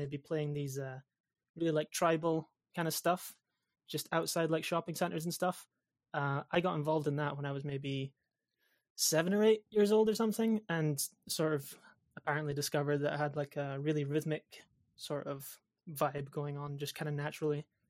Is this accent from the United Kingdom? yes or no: yes; Aberdeen, Scotland, United Kingdom; I grew up in Aberdeen, Scotland, which is currently where I'm still living. It's a nice place. It's very grey.